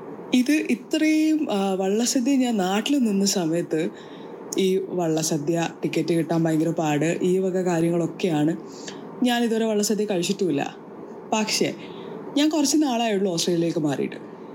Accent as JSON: {"language": "Malayalam", "town": "Pathanamthitta", "region": "Kerala", "country": "India", "said": "ഞാനൊരു പത്തനംതിട്ടക്കാരി ആയതുകൊണ്ട് തന്നെ ഉത്രട്ടാതി വള്ളംകളി എനിക്ക് ഭയങ്കര സ്പെഷ്യലാണ്."}